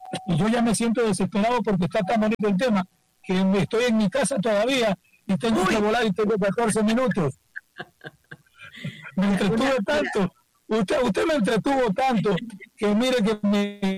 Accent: Ecuador

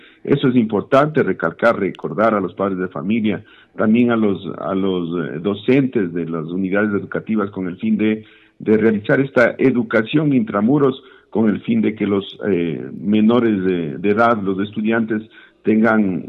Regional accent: Ecuador; tenemos que ser conscientes de eso también como ecuatorianos que somos

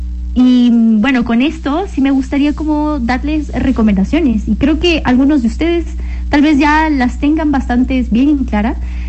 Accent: Machala, El Oro, Ecuador; en Machala, en mi tierra, la capital bandera del mundo

